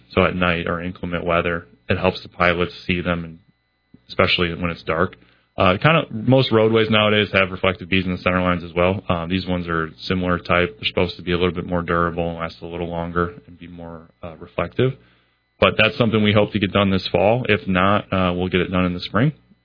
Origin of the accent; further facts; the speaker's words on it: Wixom, Michigan, United States; Yeah, actually, it's funny you say Milford. I'm from Wixom. So that's right next door.